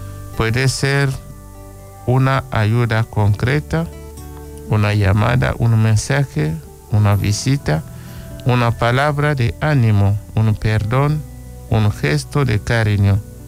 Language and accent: Spanish; Chile; Como chilenos, amar y servir a nuestra patria. Como cristianos, vivir y poner en práctica la palabra de Dios.